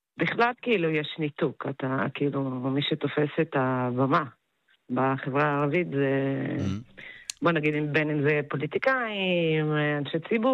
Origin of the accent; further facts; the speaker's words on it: Mazra'a, Northern District, Israel; מכפר מזרע בצפון.